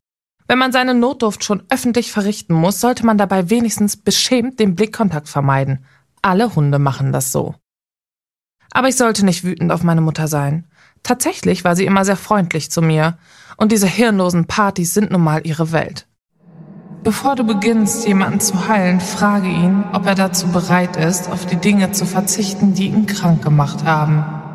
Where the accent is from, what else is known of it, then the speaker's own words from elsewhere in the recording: Athens, Attica, Greece; Ich komme aus Griechenland. Ich wurde in Athen geboren.